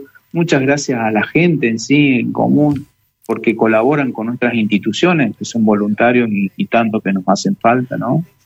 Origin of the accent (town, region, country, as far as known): Mendoza, Argentina; born there; now in Coronel Moldes, Argentina